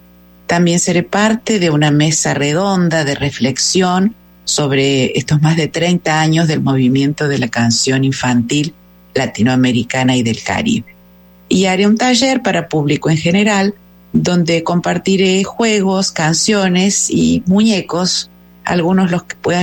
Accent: Córdoba, Argentina

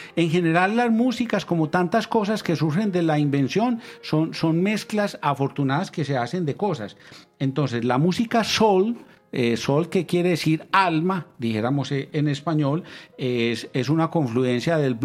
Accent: Colombia; nosotros estamos acostumbrados a pronunciarlo pues aquí a lo colombiano.

